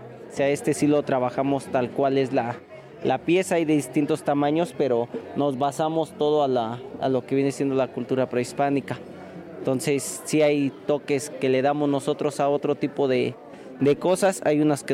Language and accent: Spanish; Texcoco, State of Mexico, Mexico; Somos de Santa Cruz de Arriba, Texcoco, México.